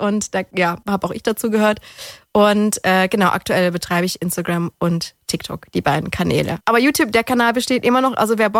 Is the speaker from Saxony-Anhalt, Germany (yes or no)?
no; Ulm, Baden-Württemberg, Germany; now in Kornwestheim, Germany; Ich komme aus Ulm, aber ich wohne in der Nähe von Stuttgart, so gefühlt.